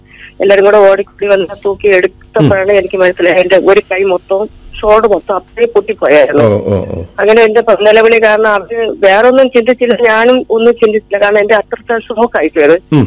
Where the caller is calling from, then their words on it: Panikkoottil, Kerala, India; പനിക്കൂട്ടിൽ നിന്നാ വിളിക്കുന്നത്.